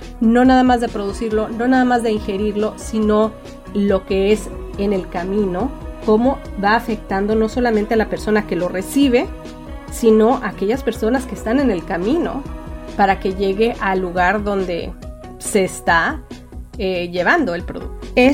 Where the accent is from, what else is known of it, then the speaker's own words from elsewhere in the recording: Ciudad Juárez, Chihuahua, Mexico; moved away; conocen al cantante … pues de ahí era él, y de ahí crecí yo.